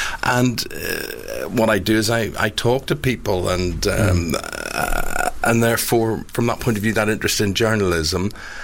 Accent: Northern Ireland, United Kingdom; I grew up in the Troubles in Northern Ireland

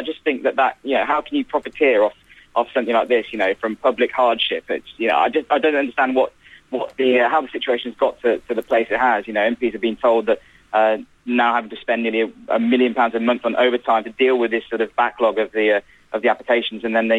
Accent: West Midlands, United Kingdom; born or raised there; accent: Worcestershire

